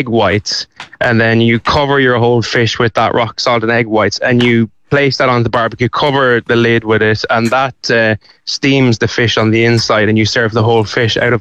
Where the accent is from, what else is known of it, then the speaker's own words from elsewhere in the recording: Cavan, Ulster, Ireland; now in Dundrum, Ireland; we say we live in Dundrum. I'd probably have to go out to Howth or out to Monkstown to pick them up where we live. I'm originally from Cavan.